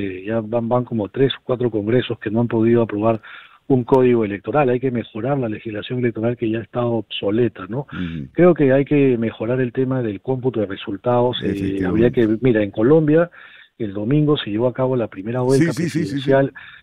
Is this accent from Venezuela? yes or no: no; Peru; como en el Perú hacemos